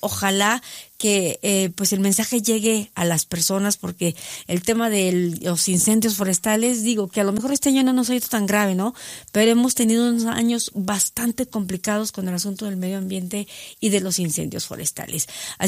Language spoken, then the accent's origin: Spanish; Durango, Mexico